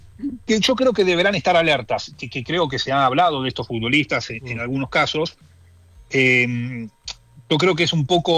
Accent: Ramos Mejía, Buenos Aires Province, Argentina; born there; he ido a bailar durante mi adolescencia en Ramos Mejía

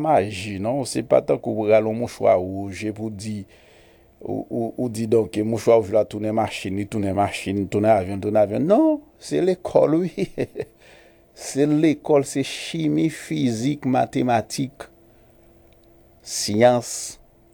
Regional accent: Haiti; On se dit on est haïtien, tout simplement parce qu'on est né en Haïti.

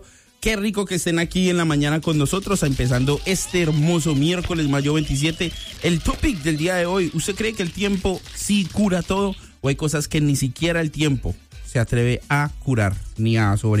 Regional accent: Colombia; soy colombiano

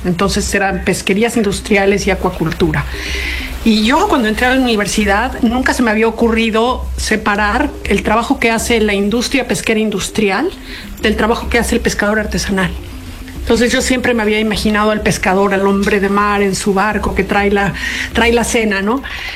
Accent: Cuernavaca, Morelos, Mexico; Tuve la enorme fortuna de haber crecido en Cuernavaca

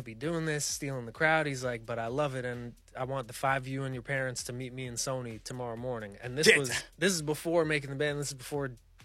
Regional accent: Brooklyn, New York, United States; also born or lived in Long Island; Yeah, so we're Long Island kids, grew up here. I grew up in Brooklyn. When I moved out here, my mom didn't want me to go to the public school, so she sent me up to St. Dom's in Oyster Bay.

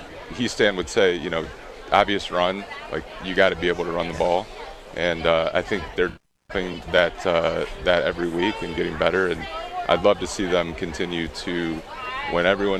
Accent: South Carolina, United States; also born or lived in Chicago suburbs, United States; I was born in the Chicago suburbs, moved down to South Carolina growing up when you kind of form an allegiance to a team.

